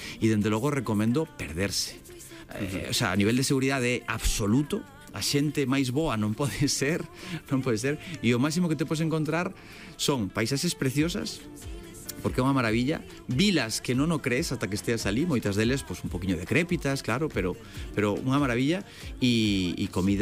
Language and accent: Galician; Galicia, Spain; Somos raritos, vimos de Galicia, que nos vas contar, señora.